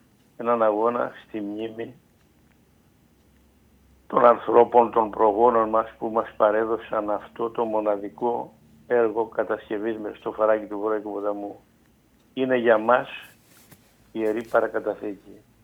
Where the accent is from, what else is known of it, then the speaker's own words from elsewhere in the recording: Zachlorou, West Greece, Greece; για το χωριό μου, για τη Ζαχλωρού